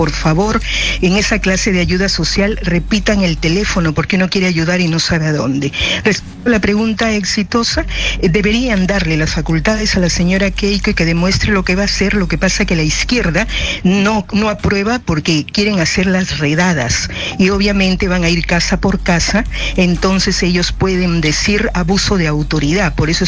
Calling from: Trujillo, La Libertad, Peru; llamo de Trujillo.

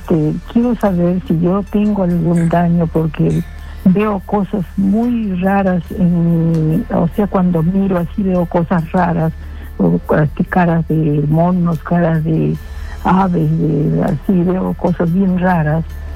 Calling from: Ica, Peru; De Ica, doctora.

